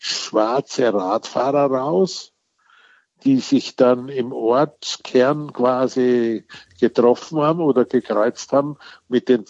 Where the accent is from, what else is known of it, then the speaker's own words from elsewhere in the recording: Wilhelmsburg, Lower Austria, Austria; kam ein Wanderzirkus nach Wilhelmsburg, wo ich aufgewachsen bin, weil dem eine Stadt ausgefallen ist. Wilhelmsburg war eigentlich zu klein für halbwegs normale Zirkusse.